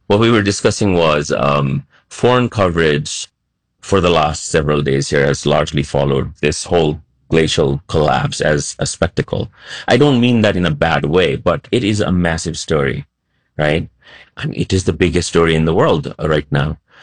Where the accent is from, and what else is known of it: Nepal; now in United States